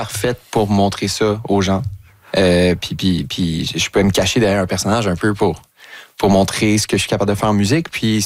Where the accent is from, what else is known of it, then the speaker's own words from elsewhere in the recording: Longueuil, Quebec, Canada; moi j'ai grandi dans le Vieux-Longueuil, puis lui aussi habitait là.